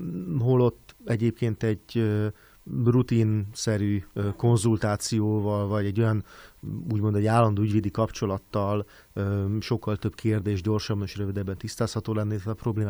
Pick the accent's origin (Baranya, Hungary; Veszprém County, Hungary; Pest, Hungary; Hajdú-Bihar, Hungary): Baranya, Hungary; Pécs; Pécsi Egyetemen végeztem. Ott én pécsi vagyok, pécsi származású vagyok egyébként is, és ott folytattam a tanulmányaimat, majd Németországban is tanultam még, Frankfurtban.